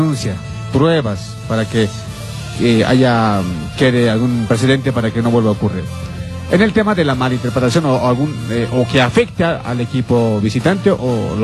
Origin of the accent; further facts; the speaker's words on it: Bolivia; Somos Bolivia.